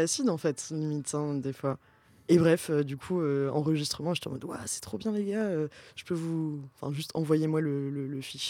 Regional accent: Pau, Nouvelle-Aquitaine, France

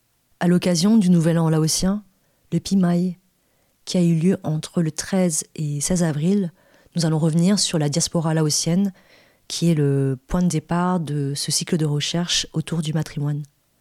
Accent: Angoulême, Nouvelle-Aquitaine, France; J'ai grandi à Angoulême dans les années 80, au sein d'une communauté laotienne.

